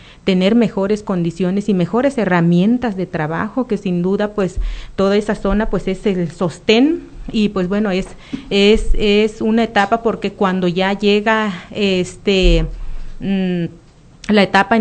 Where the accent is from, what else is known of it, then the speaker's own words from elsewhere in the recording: Nayarit, Mexico; somos del municipio del Nayar, yo en lo personal del municipio del Nayar, y mi familia, mis hijos, pues de acá de la presa de Aguamilpa